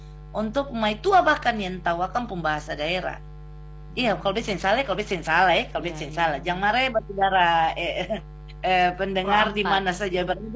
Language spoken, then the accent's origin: Indonesian; Ambon, Maluku, Indonesia; Beta orang Ambon. Karena beta orang Ambon, beta bicara apa adanya, beta mesti bilang. Beta contoh saja, beta nih lahir besar di Halong.